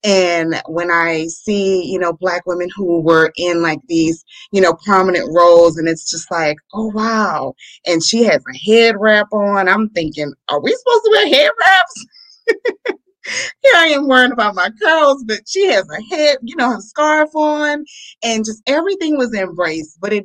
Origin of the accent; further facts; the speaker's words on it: New Orleans, Louisiana, United States; now in Houston, United States; growing up in New Orleans, it was never really a major factor because there's so many different cultures that are represented.